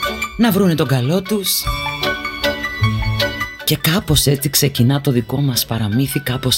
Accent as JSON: {"language": "Greek", "region": "Crete", "country": "Greece", "said": "Μα και στην Κρήτη μας."}